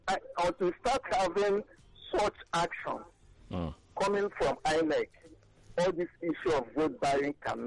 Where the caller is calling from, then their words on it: Iba, Nigeria; I'm calling from Eba.